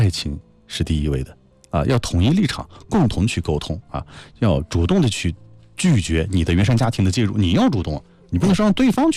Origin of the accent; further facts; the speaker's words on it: China; 特别是我们中国人的语言相当的优美啊。